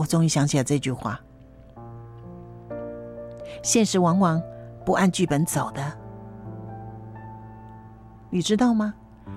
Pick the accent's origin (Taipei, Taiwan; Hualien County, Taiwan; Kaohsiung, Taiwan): Hualien County, Taiwan; 对我们整体花莲人来说